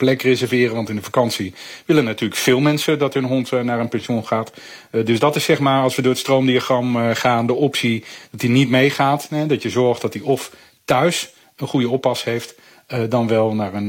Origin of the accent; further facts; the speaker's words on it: Nijmegen, Gelderland, Netherlands; als Nijmegenaar moet je een keer.